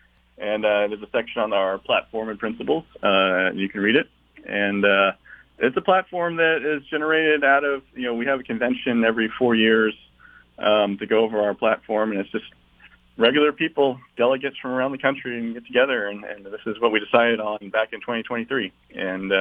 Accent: Texas, United States; But, you know, I'm from Texas.

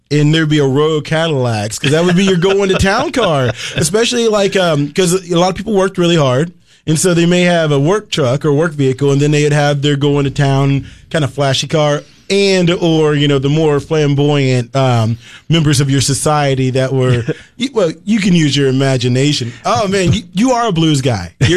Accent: West Virginia, United States; growing up in West Virginia

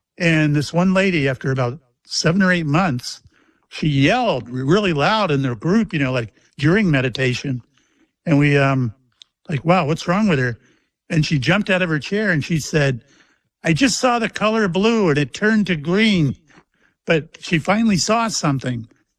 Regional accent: Mayport, Florida, United States; born or raised there

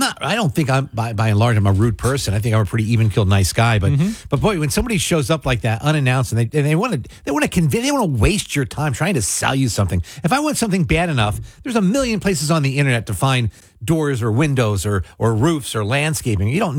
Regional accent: Mays Landing, New Jersey, United States; Growing up in Maze Landing

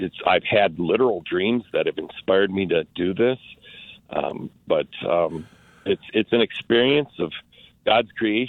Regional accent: Wisconsin, United States; And I thought to myself, hey, I'm from Wisconsin.

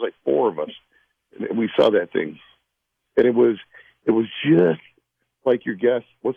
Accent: Naples, Florida, United States; I'm from Naples, Florida. Do you know where the 10,000 Islands are?

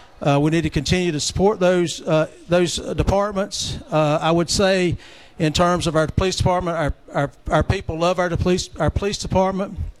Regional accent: Mount Airy, Pennsylvania, United States; I'm a product of Mount Airy as well. I was born in Mount Airy. I've lived in the Mount Airy zip code for 58 years

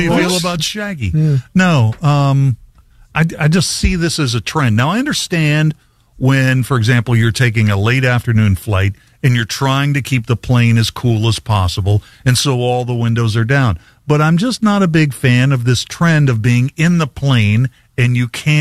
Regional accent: United States; That's I'm from Harrison County. That's usually aggressive.

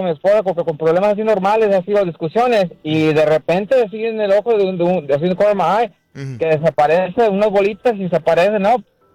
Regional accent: Sabinas Hidalgo, Nuevo León, Mexico; Bueno, allá en Sabinas, donde soy yo de Sabinas, Hidalgo, Nuevo México. Uh-huh. Una de las casas que tenía allá, tenemos allá en el rancho.

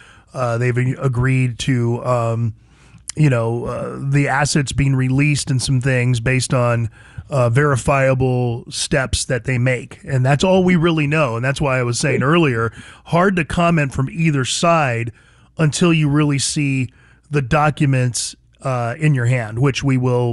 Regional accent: San Diego, California, United States; I'm from San Diego

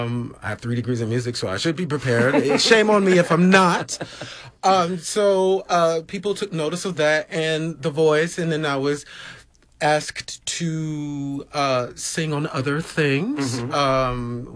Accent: Georgia, United States; Well, I will just tell you, I'm a Georgia boy.

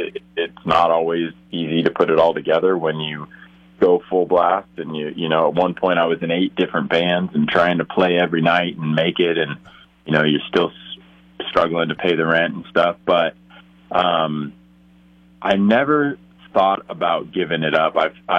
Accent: Los Osos, California, United States; Growing up in Los Osos

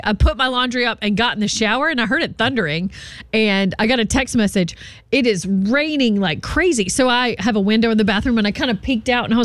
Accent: Easley, South Carolina, United States; Growing up in Easley, we had basements.

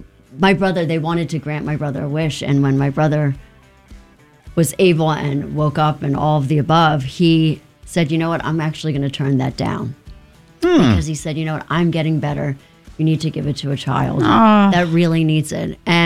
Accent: Maryland, United States; I'm from a really small town in Maryland, right outside of Frederick.

